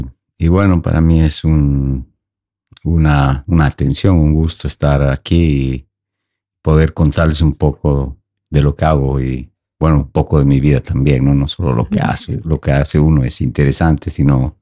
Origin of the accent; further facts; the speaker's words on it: Sucre, Chuquisaca, Bolivia; moved away; also born or lived in Camargo, Bolivia; yo soy de Sucre, es una ciudad al centro de Bolivia, ¿no? Pero también me he criado en la infancia mucho en el un poco más al sur, en un pueblo donde es mi madre, que se llama Camargo, que es un pueblito donde se cultiva uva, se hace vino, singani.